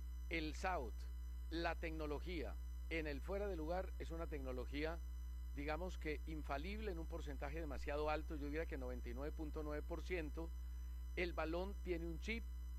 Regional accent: Colombia; que a uno como colombiano

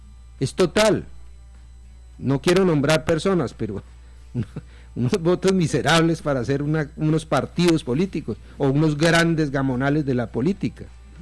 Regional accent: Colombia; somos todos colombianos

